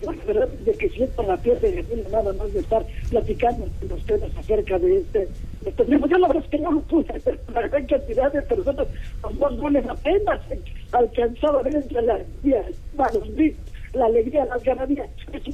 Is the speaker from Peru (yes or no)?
no; Mexico; lo que sería un excelente triunfo y tener esa unidad que tanto nos hace falta aquí como mexicanos.